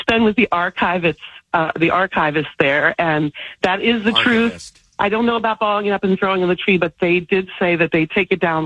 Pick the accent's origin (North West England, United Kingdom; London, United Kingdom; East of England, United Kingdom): East of England, United Kingdom; I have to disagree with the other caller because I'm from Essex and I didn't find the Christmas lights gaudy at all.